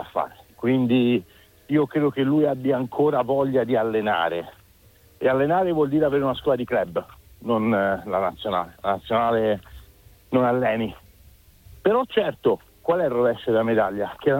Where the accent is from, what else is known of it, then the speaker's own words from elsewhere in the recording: Livorno, Tuscany, Italy; Ah, guarda, da livornese a livornese gli direi Max non lo fare